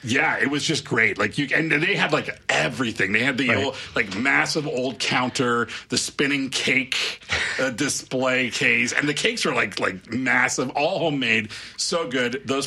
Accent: Quebec, Canada; growing up in Quebec, that was a big thing.

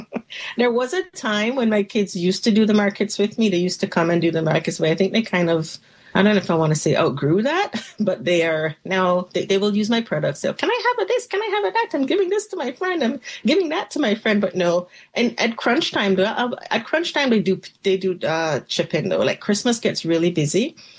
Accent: Jamaica; also born or lived in Ontario, Canada; now in Canada; No, not at all. actually born in Ontario, raised in Jamaica, and came back to Canada, I think maybe about 25 years ago.

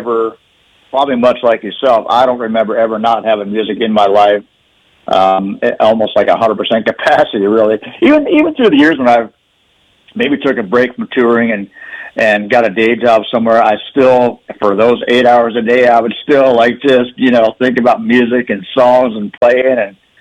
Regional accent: Canada; moved away; For those that may not know, I'm from Canada originally. So anytime I get a chance to come home and do a show

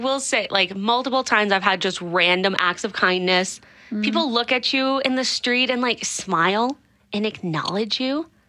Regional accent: London, Ontario, Canada; also born or lived in Vancouver; now in Calgary, Canada; I grew up in London, Ontario.

